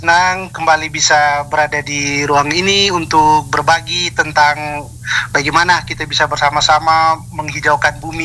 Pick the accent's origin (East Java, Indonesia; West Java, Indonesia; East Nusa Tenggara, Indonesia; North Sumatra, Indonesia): East Nusa Tenggara, Indonesia; Flores; kita orang Flores